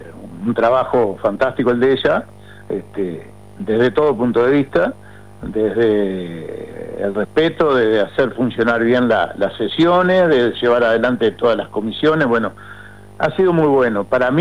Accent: Uruguay; Futbolero como todo uruguayo.

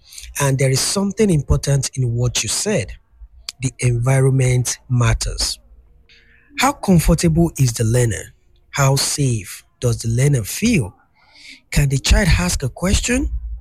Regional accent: Ibadan, Oyo, Nigeria; Ibadan happens to be my hometown.

